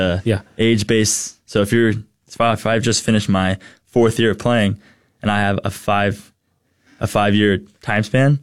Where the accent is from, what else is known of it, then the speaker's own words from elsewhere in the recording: Ellicott City, Maryland, United States; I'm from Baltimore, Maryland.